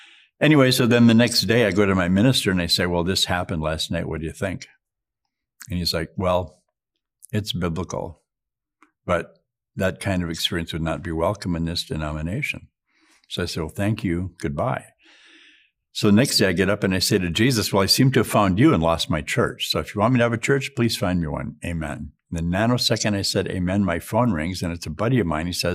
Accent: Duluth, Minnesota, United States; born or raised there

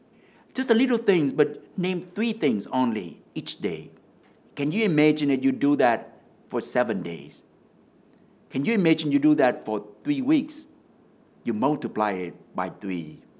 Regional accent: Vietnam; English is a second language; now in United States; Because for me, when I came here from Vietnam, we have to learn two words, thank you and excuse me. So as I'm speaking English in the United States

